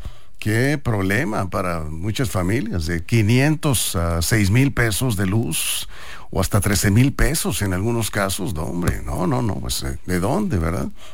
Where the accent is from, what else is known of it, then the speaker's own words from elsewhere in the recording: Juan José Ríos, Sinaloa, Mexico; Son de mi tierra, son de Juan José Ríos.